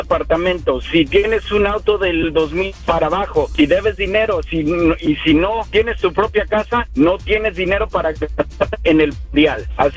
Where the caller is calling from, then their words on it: Anaheim, California, United States; de Anaheim